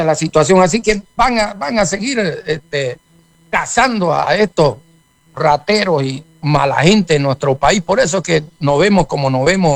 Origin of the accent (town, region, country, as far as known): Montero, Santa Cruz, Bolivia